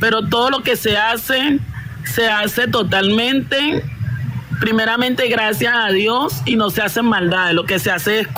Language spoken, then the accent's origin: Spanish; Venezuela; Tuve una enfermedad muy grave en Venezuela, porque yo también soy venezolana, pero de padres colombianos